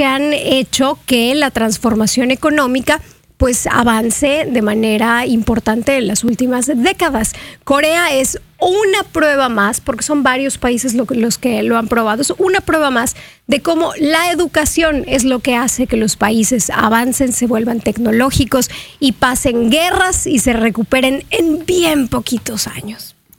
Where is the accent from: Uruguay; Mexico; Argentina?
Mexico